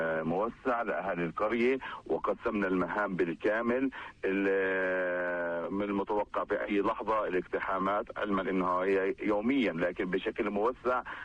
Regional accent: Palestine

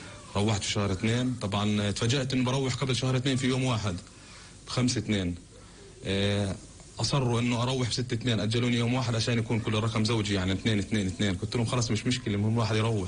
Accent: Palestine; إحنا كفلسطينيين يعني جبارين

